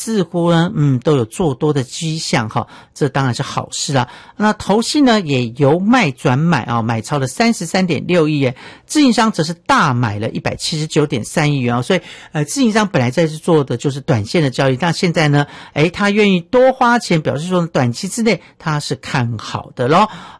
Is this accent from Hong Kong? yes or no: no; Miaoli County, Taiwan; 还有我的家乡苗栗，也欢迎大家来这个苗栗呢来玩玩齁。山城有很多好山好水齁